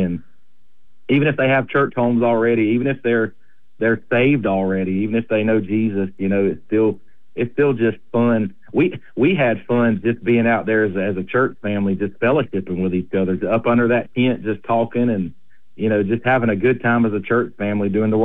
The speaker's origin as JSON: {"language": "English", "town": "Vidalia", "region": "Georgia", "country": "United States", "tie": "born or raised there", "moved": "yes", "said": "But I grew up where back in Lyons and Vidalia, we didn't have Waffle House."}